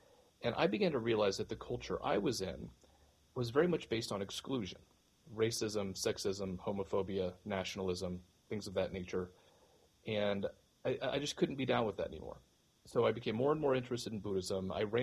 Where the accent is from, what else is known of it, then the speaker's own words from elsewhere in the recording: Lynchburg, Tennessee, United States; My hometown is Lynchburg, Tennessee, where Jack Daniel's whiskey comes from. And so I grew up with Southern American Christianity.